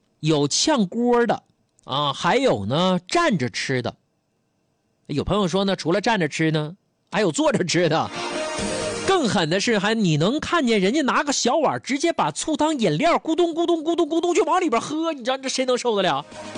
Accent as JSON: {"language": "Chinese", "town": "Harbin", "region": "Heilongjiang", "country": "China", "tie": "born or raised there", "said": "我出生在哈尔滨啊"}